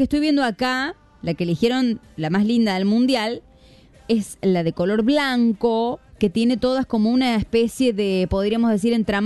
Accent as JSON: {"language": "Spanish", "country": "Argentina"}